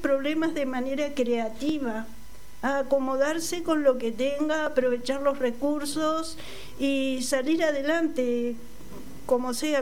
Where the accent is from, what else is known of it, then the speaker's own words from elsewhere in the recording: Juan Lacaze, Colonia, Uruguay; born there; Nací en Juan Lacase.